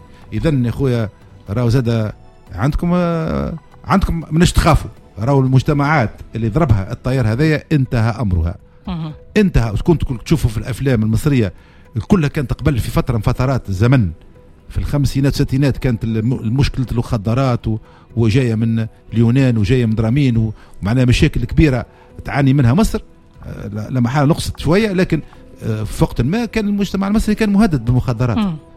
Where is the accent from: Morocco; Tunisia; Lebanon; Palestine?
Tunisia; احنا كمجتمع تونسي